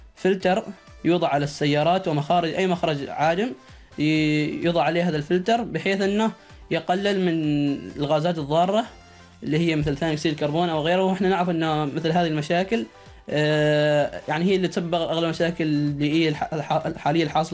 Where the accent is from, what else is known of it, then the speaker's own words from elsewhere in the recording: Oman; وهذه المادة موجودة عندنا في عمان